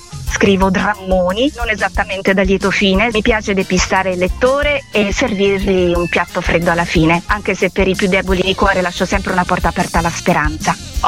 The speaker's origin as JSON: {"language": "Italian", "town": "Genoa", "region": "Liguria", "country": "Italy", "lives_now": "Rome, Italy", "said": "Hai detto bene, sono genovese, naturalizzata romana, ma in realtà non sono legata ad alcun posto."}